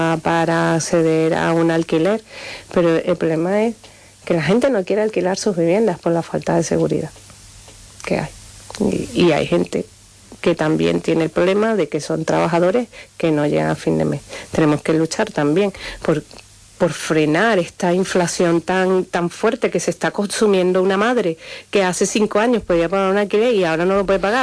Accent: Venezuela

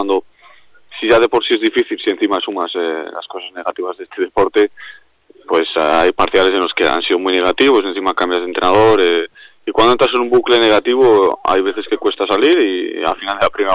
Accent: Logroño, La Rioja, Spain; moved away

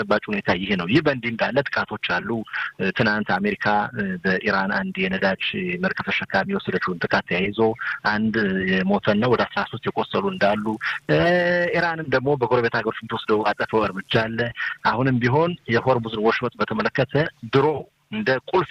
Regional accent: Gondar, Amhara, Ethiopia; ያደግኩበትን እንዴት ነው ያደግኩበት የተወለድኩበትን ቦታ ጨዋሄድ፣ ጎንደር ሲባል ጨዋሄድ አገር ጨዋሄድ የሚል ሰማሁና

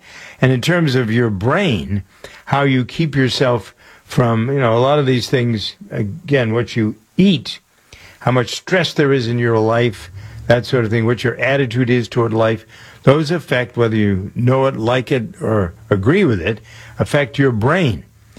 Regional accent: Framingham, Massachusetts, United States; I have one street in my hometown of Framingham, Massachusetts, that has five, count them, 5 chicken restaurants.

